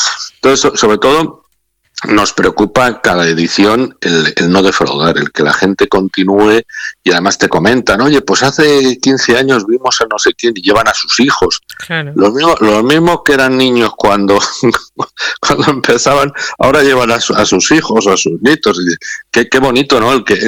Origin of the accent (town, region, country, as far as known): Peñaranda de Bracamonte, Castile and León, Spain; born there; also born or lived in Zamora